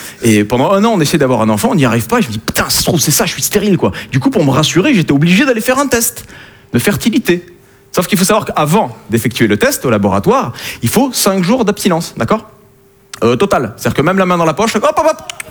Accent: Southern France, France; Hein, je viens du sud de la France.

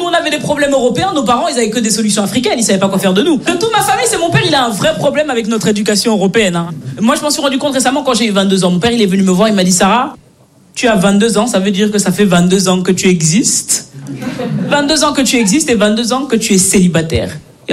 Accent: Belgium; Moi, je suis née et j'ai grandi en Belgique. Mes parents sont nés, ils ont grandi au Cameroun.

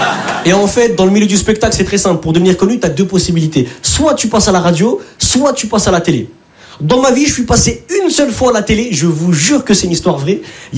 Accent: Lille, Hauts-de-France, France; now in Paris, France; Je viens d'arriver sur Paris. Je viens de Lille.

